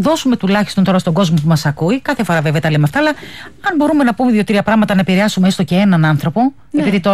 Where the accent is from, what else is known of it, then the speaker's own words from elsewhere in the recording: Mytilene, North Aegean, Greece; Και εγώ, που είμαι από τη Μυτιλήνη